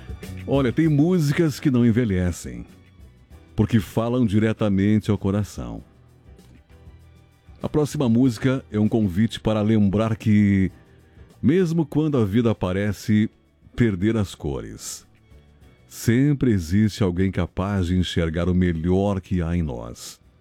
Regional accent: Iraí, Rio Grande do Sul, Brazil; moved away; Iraí, Rio Grande do Sul, que é a cidade onde eu nasci, passei uma boa parte da minha adolescência.

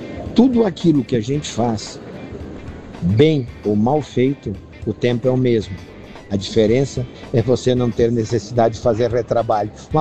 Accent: Chapecó, Santa Catarina, Brazil; sou de Chapecó, Santa Catarina.

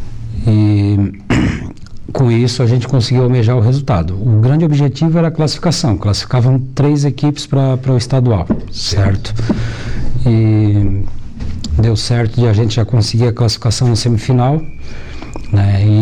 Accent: Criciúma, Santa Catarina, Brazil; now in Araranguá, Brazil; Eu sou natural de Criciúma

